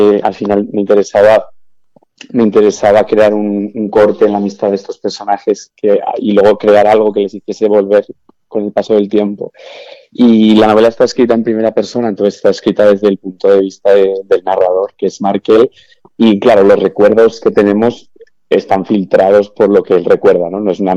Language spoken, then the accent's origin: Spanish; Navarre, Spain; yo soy de Navarra